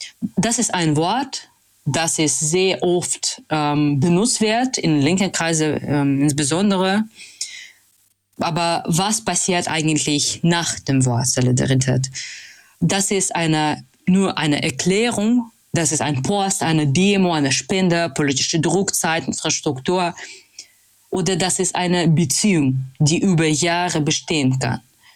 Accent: Russia; German is a second language; now in Hamburg, Germany; Ich komme aus Russland, tatsächlich eine Stadt, das hat eine Vollinvasion, Aggression gegen Ukraine gemacht. Ich lebe jetzt in Hamburg

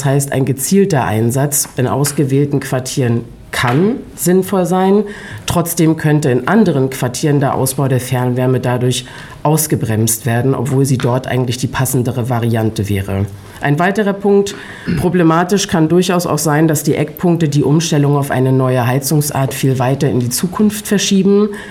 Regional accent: Rostock, Mecklenburg-Vorpommern, Germany; Meine Heimatstadt, die Hans- und Universitätsstadt Rostock, gehört mit dazu.

